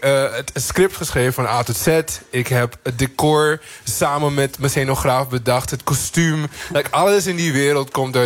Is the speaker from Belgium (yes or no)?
no; Suriname; ik kom uit Suriname, dus ik draag misschien wel de huid en het haar van mijn Afrikaanse voorouders. Maar ik heb verschillende bloedlijnen en culturen in mijn lichaam.